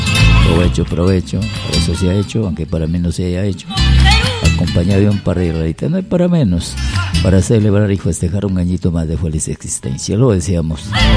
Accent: Peru; y como buenos peruanos siempre orgulloso de difundir nuestra música peruana en el género criollo

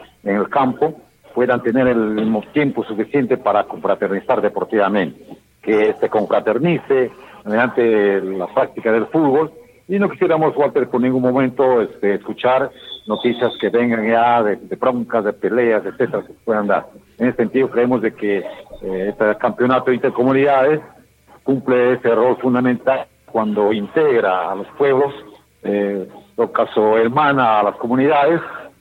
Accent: Peru

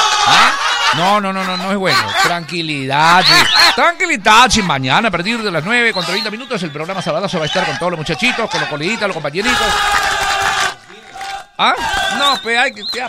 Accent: Peru; Y como todo peruano, estamos en la libertad de ir en nuestro país

